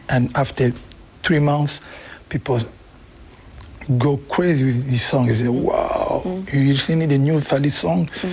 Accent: Kinshasa, DR Congo; moved away as an adult; also born or lived in Paris; I was when because I grew up in Kinshasa

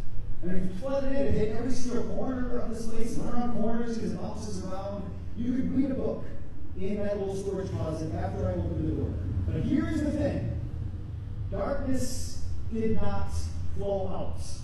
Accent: Wisconsin, United States; I grew up near Madison, Wisconsin. Little farmhouse, we had a farm ourselves. It was this old farmhouse.

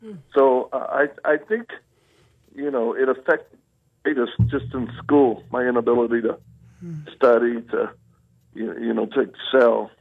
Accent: Louisiana, United States; born there; also born or lived in Mississippi / Texas; Well, I'm a Southern boy. I was born in Louisiana.

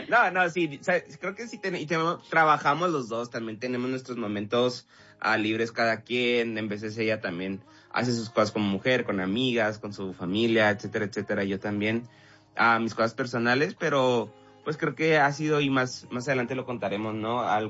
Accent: Ciudad Juárez, Chihuahua, Mexico; moved away as an adult; now in El Paso, United States; Yo soy de Ciudad Juárez, y Ciudad Juárez está en frontera con El Paso, Texas

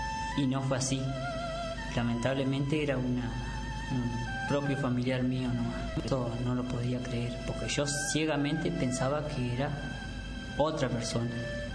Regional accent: Alvear, Argentina; soy de Alvear.

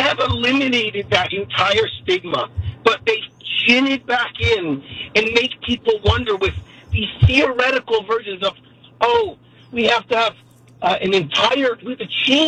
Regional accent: United States; it's amazing as an American, this was almost about 18 years mm-hmm. ago

